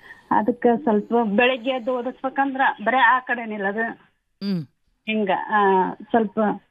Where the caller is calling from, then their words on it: Karnataka, India; Kundgol taluk